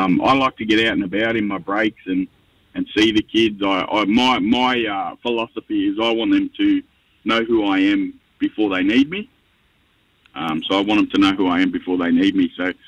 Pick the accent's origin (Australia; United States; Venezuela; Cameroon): Australia; New South Wales; Mate, I am a proud Wiradjuri Darug fella from down New South Wales. Go the Blues. And I grew up there on Ngunnawal country, so down on Ngunnawal and Ambury country down there.